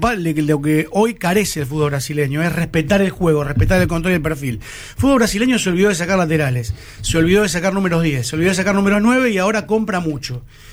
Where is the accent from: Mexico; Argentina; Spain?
Argentina; Porque yo soy argentino.